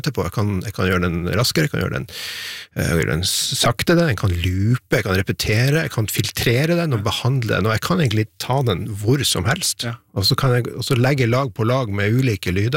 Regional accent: Steigen, Nordland, Norway; now in Sortland, Norway; Jeg fra Steigen, som noen timer sør om der.

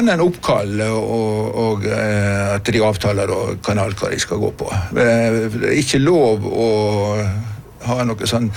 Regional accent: Aske, Vestland, Norway; Jeg er nå fra Aske, da. Jeg er nå oppvokst på Aske, da.

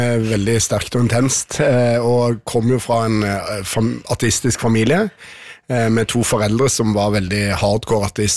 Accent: Stavanger, Rogaland, Norway; Og så vokste jeg opp i Stavanger, i liksom krampetrekningene av den gamle bedehushovedstaden

